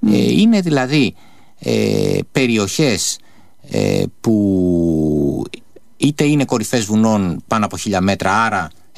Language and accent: Greek; Western Greece, Greece; σε μια περιοχή σαν την ορεινή ναυπακτία στο χωριό μου